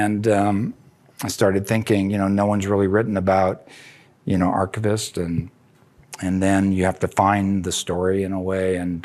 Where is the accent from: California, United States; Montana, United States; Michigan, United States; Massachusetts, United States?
California, United States; Claremont; I grew up in Claremont